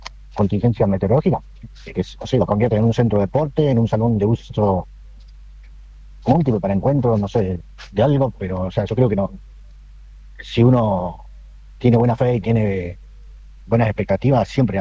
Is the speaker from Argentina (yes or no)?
yes; Neuquén, Argentina; de Neuquén, soy camionero, viajo mucho para acá, para el lado de Junín de los Andes.